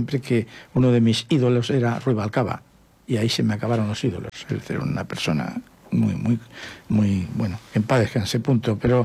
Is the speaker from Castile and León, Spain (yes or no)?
yes; Valladolid, Castile and León, Spain; en Valladolid, en mi tierra